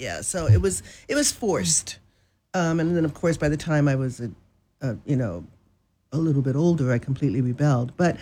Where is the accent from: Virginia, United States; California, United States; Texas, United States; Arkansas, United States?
California, United States; Los Angeles; No, I'm originally from Los Angeles.